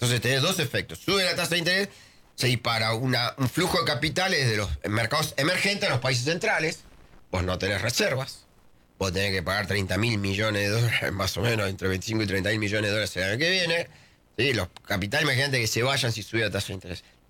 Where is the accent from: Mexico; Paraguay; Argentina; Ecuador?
Argentina; Y esos somos los argentinos.